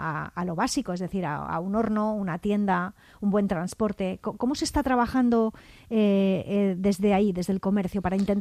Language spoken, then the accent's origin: Spanish; Valencian Community, Spain; Porque yo pongo mi ejemplo, en mi pueblo, por ejemplo, nos acabamos de quedar sin panadería.